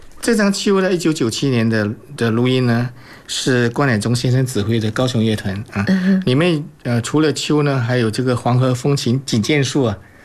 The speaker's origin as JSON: {"language": "Chinese", "country": "Singapore", "also_born_or_lived": "Hong Kong", "moved": "yes", "said": "因为他是印尼华侨，我是新加坡华侨嘛，我们会说一些土话啦。"}